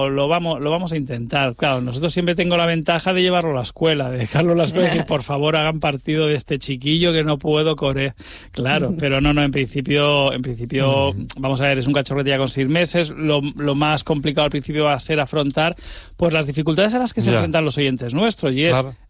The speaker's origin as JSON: {"language": "Spanish", "town": "Montgat", "region": "Catalonia", "country": "Spain", "tie": "born or raised there", "also_born_or_lived": "Premià de Mar", "said": "yo soy catalán, pero vamos, nacido en Premia de Mar, es decir, en la costa del Maresme, y luego yo vivía en Montgat, que está entre Badalona y Masnou, es decir, en la costa del Maresme, pegadito a Barcelona"}